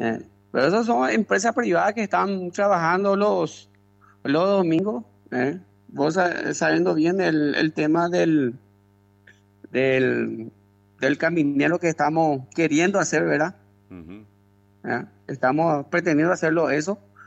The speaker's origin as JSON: {"language": "Spanish", "town": "Pedro Juan Caballero", "region": "Amambay", "country": "Paraguay", "tie": "born or raised there", "said": "soy ciudadano peruanino, he nacido y criado en esta ciudad. Nací allá, en la Internacional, donde comienza el Paraguay y donde termina el Paraguay."}